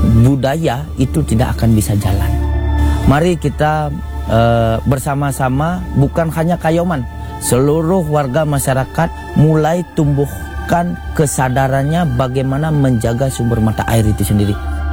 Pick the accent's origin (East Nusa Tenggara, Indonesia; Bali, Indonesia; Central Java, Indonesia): Bali, Indonesia; kita selaku orang Pedawe